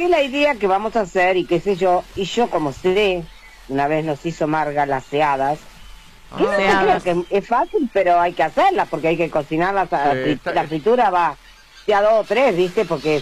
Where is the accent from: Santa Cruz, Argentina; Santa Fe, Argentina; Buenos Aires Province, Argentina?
Buenos Aires Province, Argentina; La Plata; Y siempre lo hacemos desde La Plata, soy de La Plata porque ustedes lo saben muy bien.